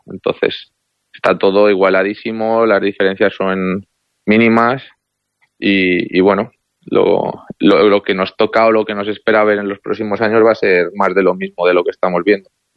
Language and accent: Spanish; Ávila, Castile and León, Spain; Al final soy de la Navarra del Marqués, pero he nacido en Ávila, he ido al colegio en Ávila. Y bueno, y tengo muchos amigos en la ciudad.